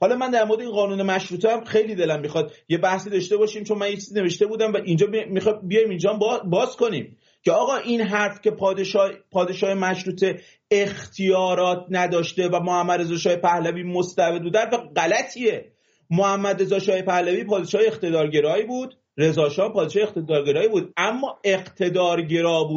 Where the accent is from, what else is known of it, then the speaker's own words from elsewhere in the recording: Mazandaran, Iran; چون بچه مازندرانم